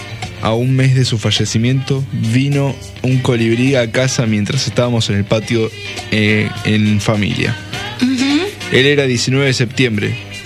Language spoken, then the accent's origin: Spanish; Ushuaia, Tierra del Fuego, Argentina